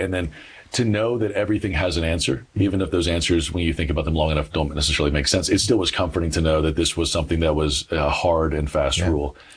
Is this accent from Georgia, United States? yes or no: yes; Douglasville, Georgia, United States; Yeah, so I grew up in Metro Atlanta. I grew up in Douglasville, Georgia.